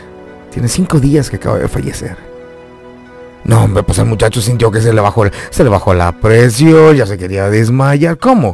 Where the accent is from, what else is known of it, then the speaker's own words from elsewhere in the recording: Chiapas, Mexico; born there; also born or lived in Huixtla / Tapachula; now in Tuxtla Gutiérrez, Mexico; La última vez que me vine de Tapachula para Tuxtla, que fue en el año 2007, aquí estudié la prepa. Pero la universidad la estudié allá, en Tapachula. Y en Huixtla, mi secundaria.